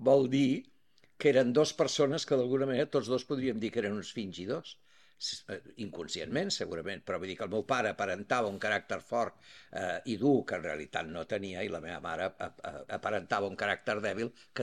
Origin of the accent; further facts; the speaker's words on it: Barcelona, Catalonia, Spain; El meu barri era d'aquells que quan ens anàvem al centre dèiem anem a Barcelona, perquè al principi allò era com les afores.